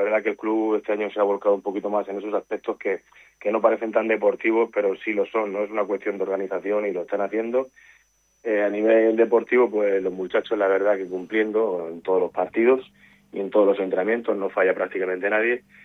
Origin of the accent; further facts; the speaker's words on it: Valencian Community, Spain; porque a veces somos mucho sí, de la Vega Baja, sí, pero también nos matamos más entre nosotros, ¿no?